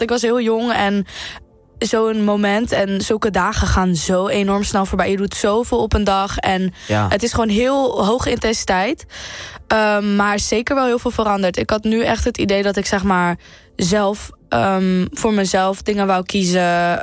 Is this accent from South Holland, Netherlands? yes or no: yes; Maassluis, South Holland, Netherlands; ik kom uit Maassluis. Ik ben 18 jaar, pas geworden.